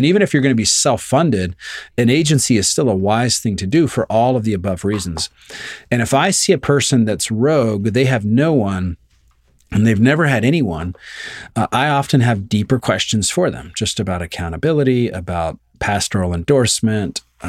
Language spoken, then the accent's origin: English; Savannah, Georgia, United States; I stopped saying I'm from Savannah because you guys made me self-conscious about it.